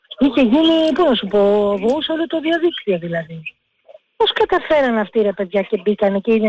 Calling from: Greece; γιατί είμαι Ελληνίδα

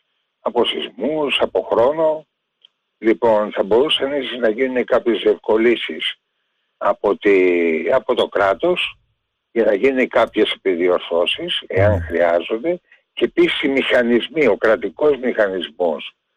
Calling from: Piraeus, Attica, Greece; από τον Πειραιά.

